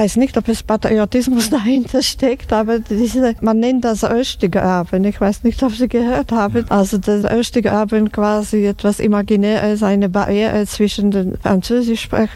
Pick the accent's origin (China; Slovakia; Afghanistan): Slovakia; moved away as an adult; now in Switzerland; Das sind meine Wurzeln. Ich komme aus der Slowakei und ja, das kann ich nicht leugnen, will nicht leugnen. Ich bin hier aufgewachsen, meine jungen Jahre habe ich hier verbracht. Also ich ging erst in meinem Mittelalter in die Schweiz.